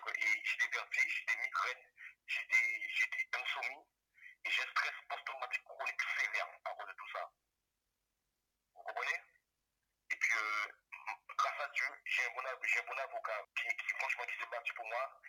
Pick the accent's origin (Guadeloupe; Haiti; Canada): Guadeloupe; now in France; moi je suis un Guadeloupéen et j'ai le mental